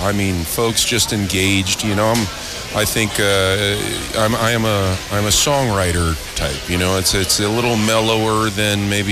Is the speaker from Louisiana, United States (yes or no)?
yes; Metairie, Louisiana, United States; I grew up in Metairie, you know. So, you know, playing baseball and riding my bike around town.